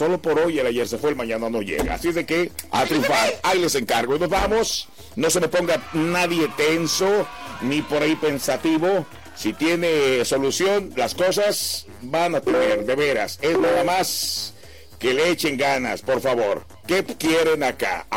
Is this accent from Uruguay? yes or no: no; Mexico